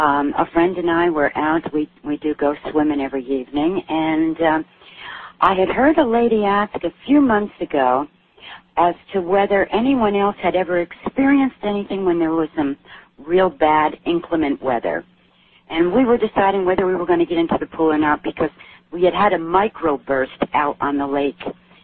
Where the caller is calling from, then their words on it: Arizona, United States; I'm calling you from the western part of Arizona.